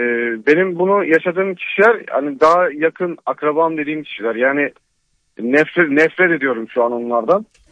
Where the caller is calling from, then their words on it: Düzce, Turkey; Düzce'den.